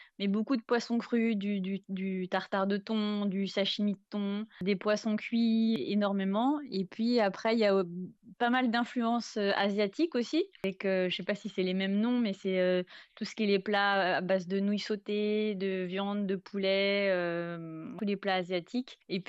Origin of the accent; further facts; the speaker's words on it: French Polynesia; also born or lived in Angers, France; je suis née à Angers, dans le Maine-et-Loire, dans l'Hexagone, et je suis arrivée jeune avec mes parents à Tahiti. Donc, je suis allée à l'école et après mon bac, je suis partie faire mes études dans l'Hexagone, mes études de journalisme, et juste après mes études, je suis revenue à Tahiti.